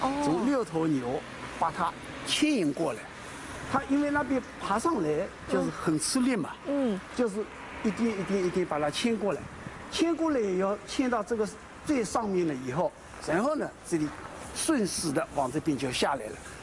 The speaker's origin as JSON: {"language": "Chinese", "town": "Shaoxing", "region": "Zhejiang", "country": "China"}